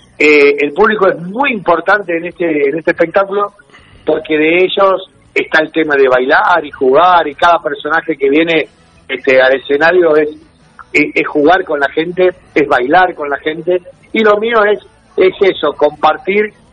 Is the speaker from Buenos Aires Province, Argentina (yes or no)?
no; Venado Tuerto, Santa Fe, Argentina; Yo, por ejemplo, soy de Venado Tuerto, Santa Fe